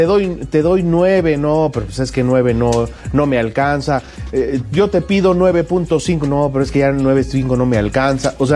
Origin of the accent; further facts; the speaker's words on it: Puebla, Mexico; Yo soy poblano.